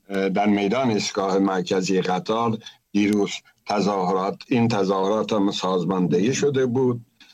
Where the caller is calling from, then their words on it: Gothenburg, Västra Götaland, Sweden